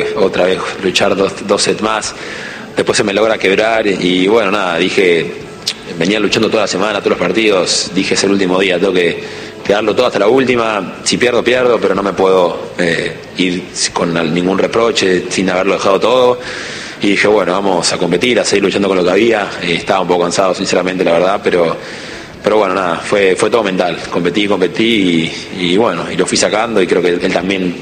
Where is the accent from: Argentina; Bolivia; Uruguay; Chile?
Argentina; Creo que me apoyaron un montón siendo argentino, jugando acá.